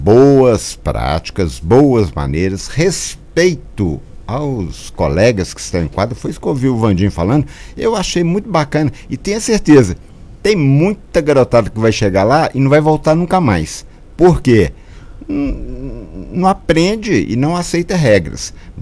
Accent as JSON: {"language": "Portuguese", "town": "Campo Belo", "region": "Minas Gerais", "country": "Brazil", "moved": "yes", "lives_now": "Arcos, Brazil", "said": "Ali, eu sei que eu vim de Campo Belo aqui para Arcos, há mais de 40 anos, 45, 46 anos, em Campo Belo eu treinava lá na Praça de Esportes"}